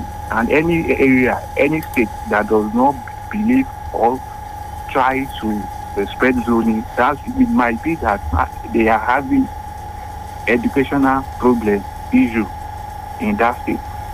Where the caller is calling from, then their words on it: Tanke, Kwara, Nigeria; calling from Tanke.